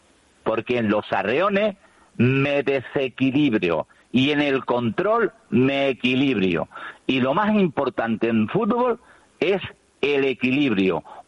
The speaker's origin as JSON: {"language": "Spanish", "region": "Canary Islands", "country": "Spain", "said": "yo soy canario enamorado de seguir entrenando a la Unión Deportiva Las Palmas"}